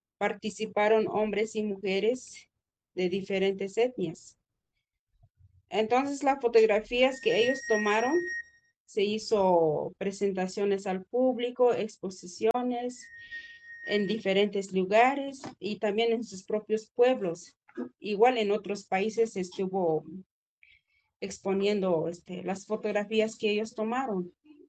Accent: San Juan Chamula, Chiapas, Mexico; soy originario de San Juan Chamula, hablo tzotzil

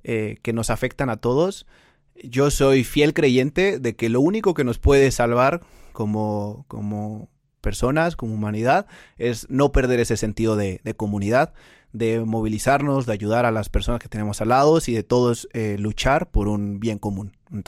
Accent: Mexico City, Mexico; yo al venir de aquí de Ciudad de México, porque soy de Ciudad de México

